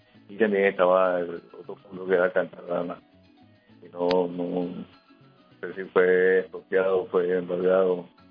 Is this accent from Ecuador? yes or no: no; Venezuela; somos venezolanos de pura cepa. Venezolanos al 100%.